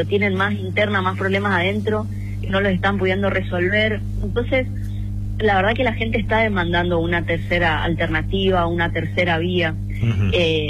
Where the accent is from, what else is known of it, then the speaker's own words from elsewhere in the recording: Eldorado, Misiones, Argentina; Somos acá del Dorado, nos conocemos todos